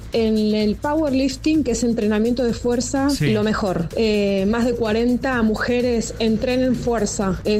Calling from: Buenos Aires, Argentina; de Parque Patricios.

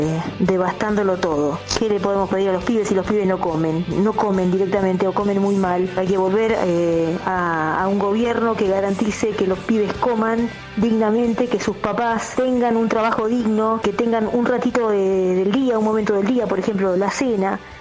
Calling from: La Plata, Buenos Aires Province, Argentina; de La Plata.

